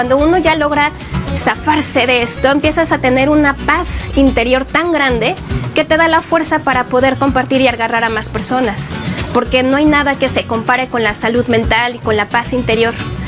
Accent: Mexico; soy mexicana

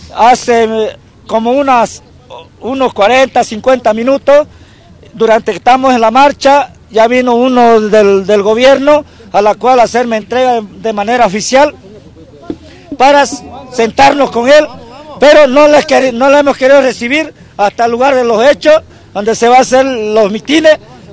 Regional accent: Pando, Bolivia; como dirigente, como pandino, como veniano y todo, y como boliviano, estamos firmes en la lucha.

